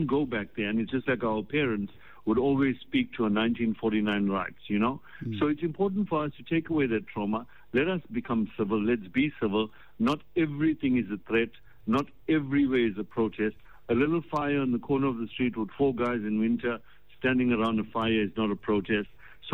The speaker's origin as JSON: {"language": "English", "country": "South Africa", "said": "We are all South African citizens who live in this country."}